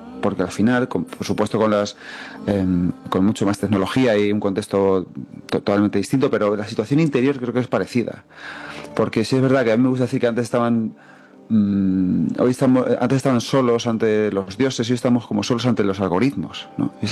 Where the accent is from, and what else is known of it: Manzanares, Castilla-La Mancha, Spain; born or raised there